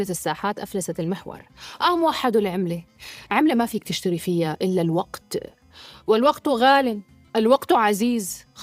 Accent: Syria; بس كان في سبب أكثر أهمية لنا كسوريين.

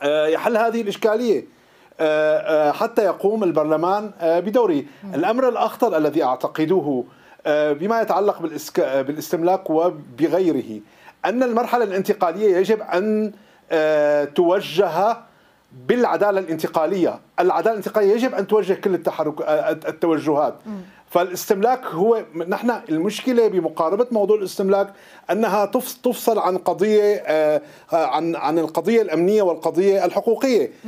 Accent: Damascus, Damascus Governorate, Syria; بقيت أنا كوني من دمشق فأذكر هؤلاء

